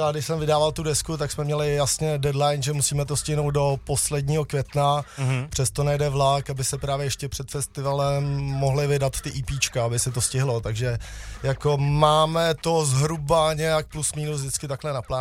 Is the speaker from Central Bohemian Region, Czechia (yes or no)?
no; Dobřany, Plzeň Region, Czechia; momentálně jsme vlastně všichni z Dobřan.